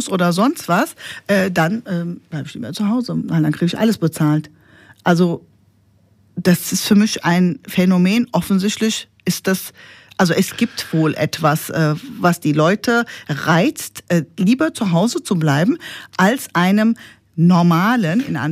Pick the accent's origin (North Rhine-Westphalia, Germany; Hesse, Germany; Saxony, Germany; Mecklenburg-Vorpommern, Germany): Hesse, Germany; Flörsheim am Main; ich komme ja aus Flörsheim ursprünglich